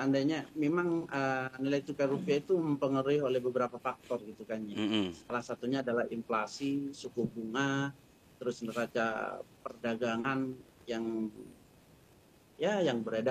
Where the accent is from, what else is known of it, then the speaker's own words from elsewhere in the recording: East Java, Indonesia; Atau kita orang Madura pertama gitu kan.